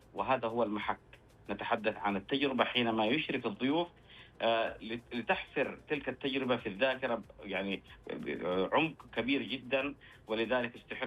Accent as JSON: {"language": "Arabic", "town": "Jazan", "region": "Jazan Province", "country": "Saudi Arabia", "said": "في القرية التراثية عندنا في جازان"}